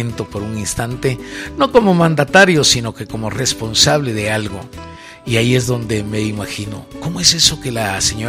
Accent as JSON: {"language": "Spanish", "country": "Guatemala", "said": "somos guatemaltecos conscientes"}